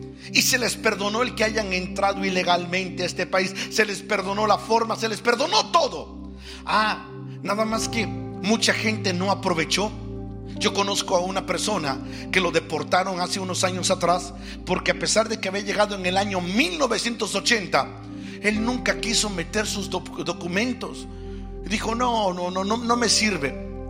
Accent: Izúcar de Matamoros, Puebla, Mexico; moved away; para mi pueblo, para Izúcar de Matamoros, donde yo me crié.

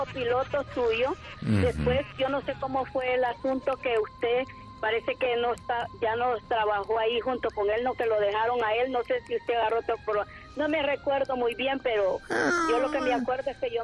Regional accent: El Salvador; usted me decía que yo hablara como, pues, como yo hablo, así como salvadoreña, ¿verdad?

